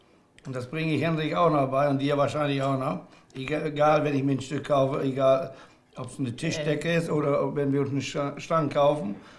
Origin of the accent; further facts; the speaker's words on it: Lower Saxony, Germany; Wir sind aus Friesen.